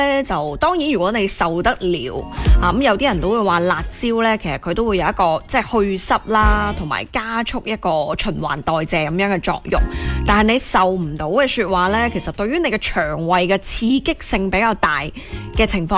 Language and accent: Cantonese; Guangdong, China; 我哋广东人